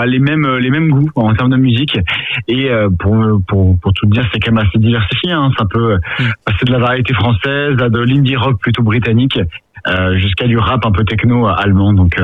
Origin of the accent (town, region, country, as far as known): Paris, Île-de-France, France